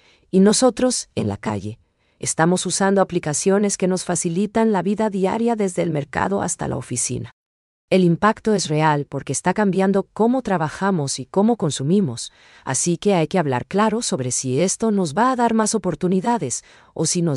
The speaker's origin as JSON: {"language": "Spanish", "country": "Paraguay"}